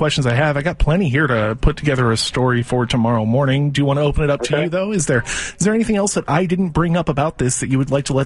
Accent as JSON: {"language": "English", "town": "Lake Oswego", "region": "Oregon", "country": "United States", "tie": "born or raised there", "said": "I grew up in Lake Oswego, spent many time, have many friends out in Tualatin"}